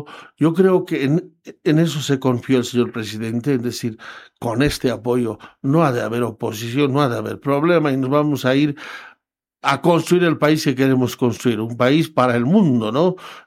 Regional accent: Bolivia; yo soy boliviano

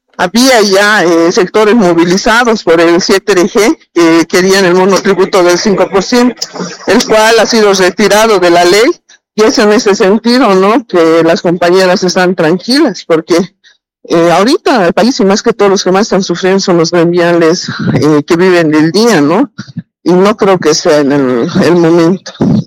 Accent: Bolivia; Todos somos hermanos bolivianos

